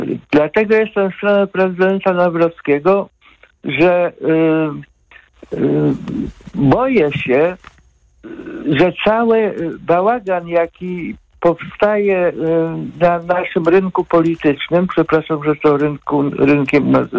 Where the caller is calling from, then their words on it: Katowice, Silesian Voivodeship, Poland; ja jestem z Katowic, czyli ze Śląska.